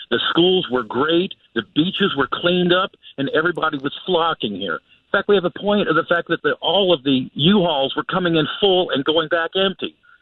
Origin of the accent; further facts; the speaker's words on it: California, United States; I'm a native Californian, lived here my whole life. I love my state.